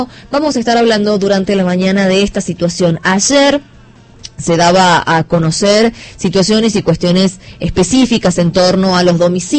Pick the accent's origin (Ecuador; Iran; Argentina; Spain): Argentina; Tucumán; orgullosos como tucumanos